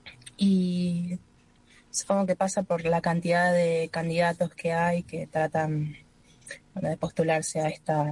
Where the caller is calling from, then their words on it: Loma Hermosa, Buenos Aires Province, Argentina; Yo vivo en Loma Hermosa, Partido de General San Martín.